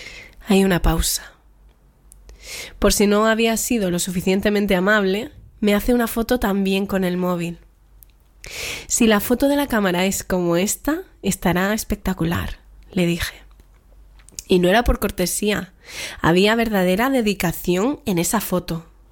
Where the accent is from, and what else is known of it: Málaga, Andalusia, Spain